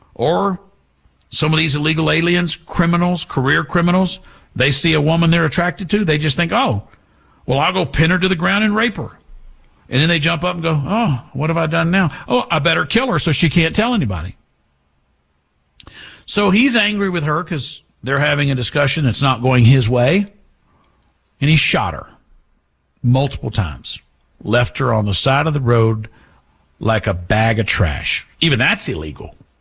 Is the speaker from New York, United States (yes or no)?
no; Texas, United States; I'm from Deep East Texas. We don't say aunt like … or an ant pile. We say ain't.